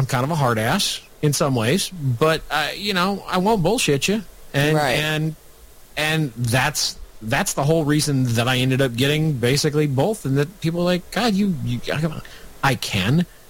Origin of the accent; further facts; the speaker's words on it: Nebraska, United States; Michael, I'm from Nebraska. We have a one house legislature. You know, we can get along with other people because we don't have a choice in Nebraska.